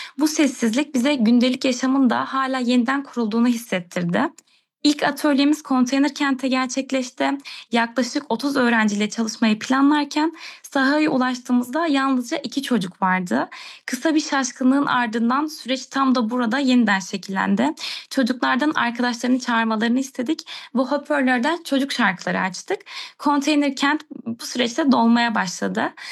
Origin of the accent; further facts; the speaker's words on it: Antakya, Hatay, Turkey; moved away as an adult; Ben Antakyalıyım. Depremi Antakya'da yaşamış ve sonrasında zorunlu göç etmiş biriyim.